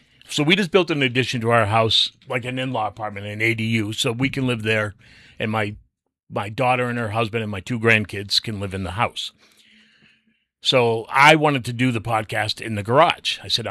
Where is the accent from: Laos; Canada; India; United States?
Canada; I'm from Canada.